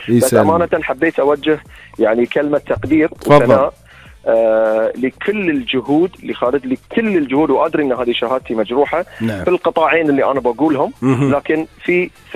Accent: Bahrain; ويكون السباق عندنا في البحرين.

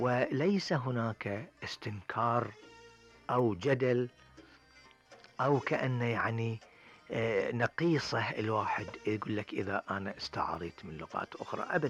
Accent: Bahrain; accent: Bahraini; في لهجتنا البحرينية

